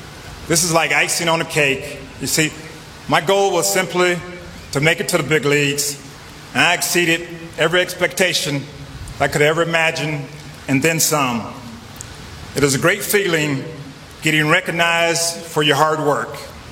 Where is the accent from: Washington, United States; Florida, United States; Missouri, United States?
Florida, United States; Tampa; Growing up in Tampa, Florida, my Lincoln Gardens neighborhood